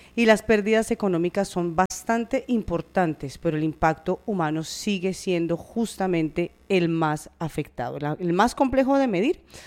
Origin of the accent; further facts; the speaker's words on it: Colombia; somos colombianos, somos familia